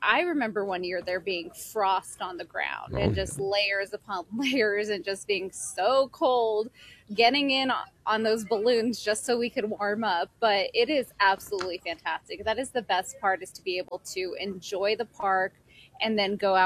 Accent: Albuquerque, New Mexico, United States; because I grew up here in Albuquerque

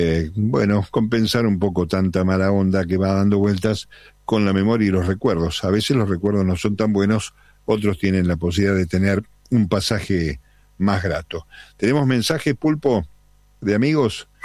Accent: Argentina

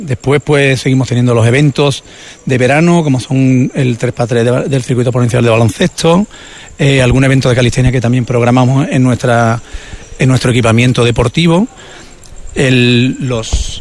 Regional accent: Isla Cristina, Andalusia, Spain; De Isla Cristina, de mi pueblo

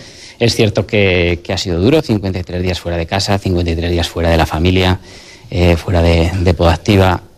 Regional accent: Huesca, Aragon, Spain; Nosotros somos muy de Huesca

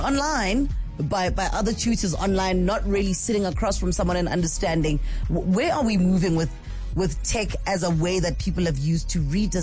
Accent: Soweto, Gauteng, South Africa; Because I know growing up in Soweto, there were libraries in every area.

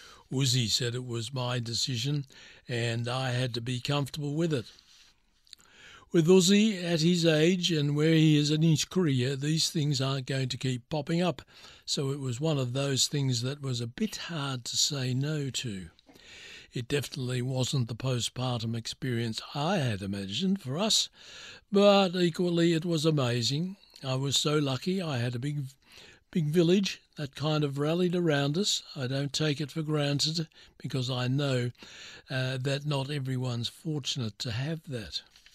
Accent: Australia; I'm Muslim. I pray 5 times a day, but I'm an Aussie, like everyone else.

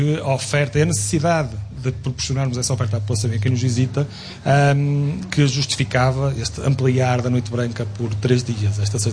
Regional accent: Braga, Norte, Portugal; faço isto com muito gosto, quer enquanto Presidente de Câmara, quer enquanto bracarense

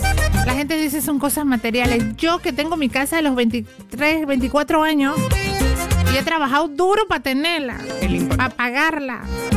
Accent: Panama; Uno los entiende como panameño

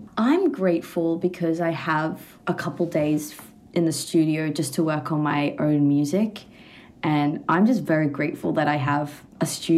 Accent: Australia; accent: Australian; And as soon as I hear him, I'm back into my true Australian accent.

